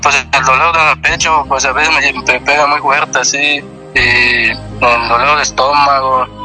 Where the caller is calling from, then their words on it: Quintana Roo, Mexico; De aquí por un pueblito que queda aquí por municipio de José María Morelos.